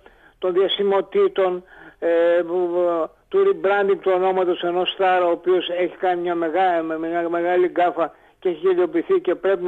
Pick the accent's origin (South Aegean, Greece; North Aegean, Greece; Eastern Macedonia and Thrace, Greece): South Aegean, Greece; Santorini; αναγνώρισα την πατρίδα μου, στη Σαντορίνη